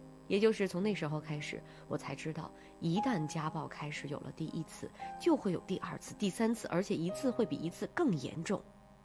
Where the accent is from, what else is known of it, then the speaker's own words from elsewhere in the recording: Northeast China, China; 我们老家在东北，